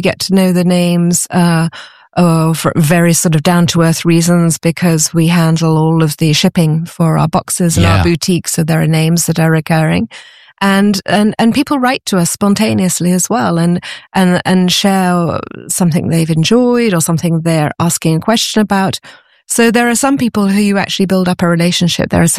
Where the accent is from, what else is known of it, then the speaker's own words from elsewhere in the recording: United Kingdom; now in France; I'm British originally, and I sometimes antique in a hunt in England, but it's a very different style.